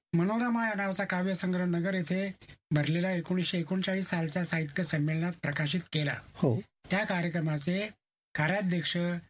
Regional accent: Maharashtra, India; also born or lived in Nevasa; माझं गाव रुद्धेश्वर देवस्थान जवळ

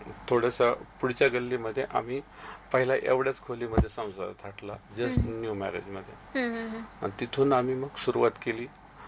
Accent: Georai, Maharashtra, India; moved away as an adult; now in Ahmednagar, India; माझं बालपण बीड मध्ये गेलेलं आहे. मी बीड जिल्ह्यातला आहे, गेवराई तालुक्यामध्ये मी माझं बालपण गेलेलं आहे.

